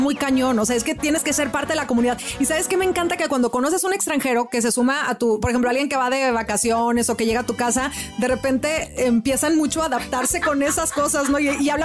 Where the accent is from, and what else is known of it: Mexico; now in United States